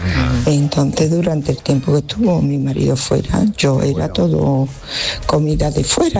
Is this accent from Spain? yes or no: yes; Seville, Andalusia, Spain